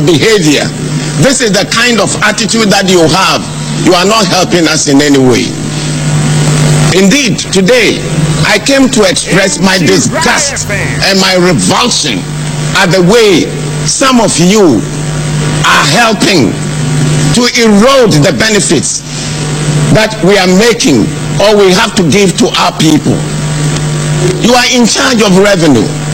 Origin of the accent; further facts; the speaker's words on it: Ghana; we are Ghanaian citizens